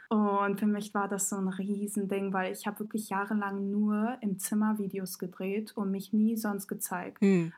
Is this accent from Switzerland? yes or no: no; Montenegro